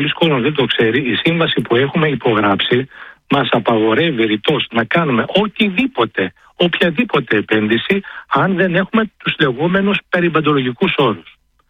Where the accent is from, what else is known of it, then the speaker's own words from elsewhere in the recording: Avdella, Western Macedonia, Greece; Λέω, επειδή η καταγωγή μου είναι από την Αβδέλα, το καλοκαίρι το 15 Αύγουστο, όταν η Αθήνα έχει 42 βαθμούς, στα χωριά επάνω έχει 12 με 13 βαθμούς.